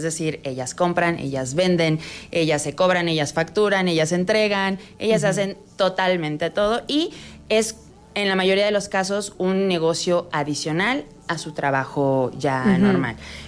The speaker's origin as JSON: {"language": "Spanish", "country": "Mexico", "said": "somos muchos mexicanos"}